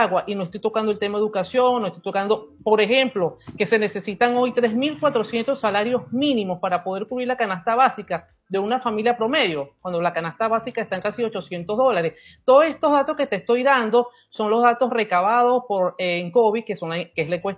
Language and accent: Spanish; Venezuela; la transición que vivimos los venezolanos en el año 58.